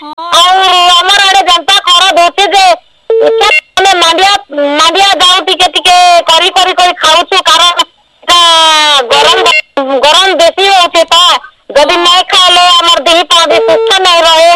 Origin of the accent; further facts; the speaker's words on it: Sima, Odisha, India; ଆମର ଗାଁ ସୀମା ଆମର ପୋଷ୍ଟ କର୍ଲା ଥାନା ଧର୍ମଗର ଜିଲ୍ଲା କଲାହାଣ୍ଡି।